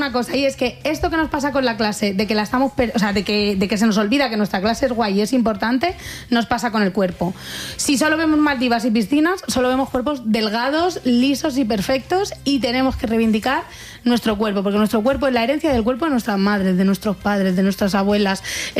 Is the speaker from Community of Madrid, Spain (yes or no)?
yes; Fuenlabrada, Community of Madrid, Spain; Claro, yo es que soy de Fuenlabrada. Entonces, en Fuenlabrada era Escape y porros